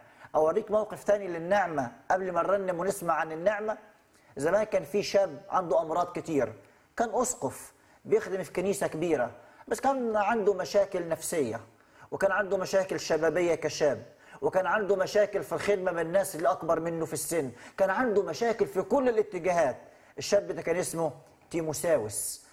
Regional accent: Upper Egypt, Egypt; عندنا في الصعيد

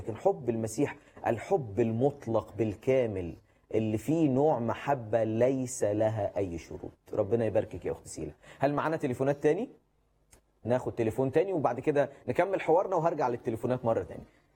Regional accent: Minya, Minya Governorate, Egypt; وانا من المنيا اساسا.

